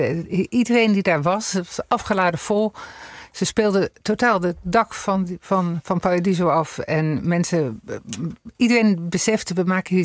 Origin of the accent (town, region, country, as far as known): Leeuwarden, Friesland, Netherlands; born there; also born or lived in Alkmaar, North Holland